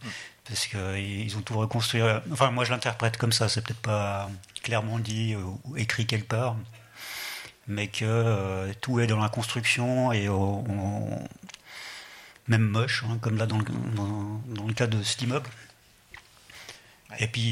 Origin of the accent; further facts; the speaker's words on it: Geneva, Switzerland; born there; first language German; French is a second language; also born or lived in Zurich, Switzerland; Par contre, quand je suis arrivé à Genève, francophone